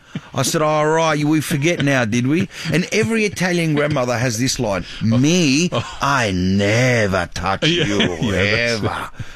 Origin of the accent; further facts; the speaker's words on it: Sydney, New South Wales, Australia; I grew up in Sydney, Australia.